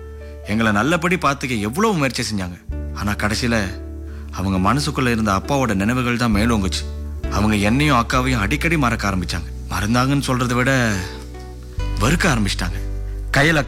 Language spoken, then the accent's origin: Tamil; Tanjung Malim, Perak, Malaysia; நான் பிறந்து வளர்ந்த எஸ்டேட்